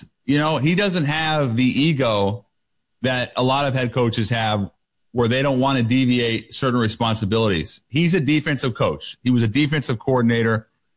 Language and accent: English; Seattle, Washington, United States; I'm from Seattle, so I'm a little biased about what the Seahawks mean to the league.